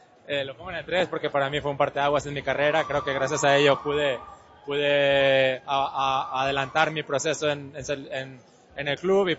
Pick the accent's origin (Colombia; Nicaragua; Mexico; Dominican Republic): Mexico